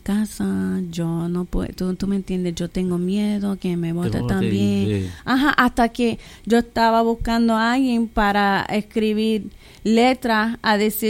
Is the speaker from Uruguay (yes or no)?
no; Puerto Rico; Yo no nací aquí, pero yo soy puertorriqueña. Y mis padres nacieron en Puerto Rico, pero siempre fue que mi papá tenía mucho orgullo de Puerto Rico. Y yo crecí viajando a Puerto Rico.